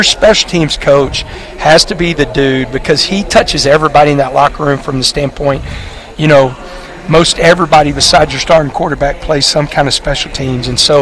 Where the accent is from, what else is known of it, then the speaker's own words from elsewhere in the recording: Texas, United States; I grew up in the state. I was born in the state.